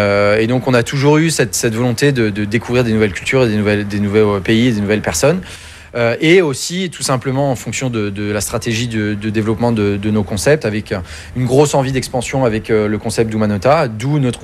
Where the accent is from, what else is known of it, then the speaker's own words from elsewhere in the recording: France; now in Hong Kong; Nous sommes français, donc forcément on a cette connexion aussi.